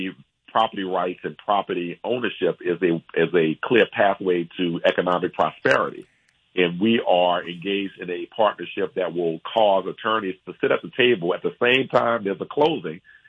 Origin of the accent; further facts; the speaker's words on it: Louisiana, United States; I'm from Louisiana